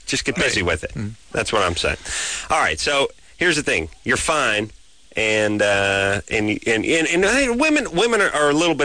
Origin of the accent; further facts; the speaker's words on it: the San Fernando Valley, California, United States; I grew up in the Valley.